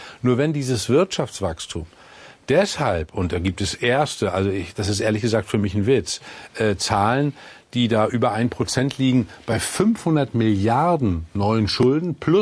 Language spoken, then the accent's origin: German; Mecklenburg-Vorpommern, Germany; Ich sage im Übrigen ganz klar, in meiner Heimat in Mecklenburg-Vorpommern wird das anders sein.